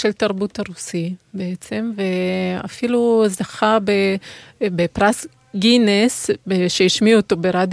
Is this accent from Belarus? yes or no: yes; Belarus; moved away; אני מבלרוס בעצמי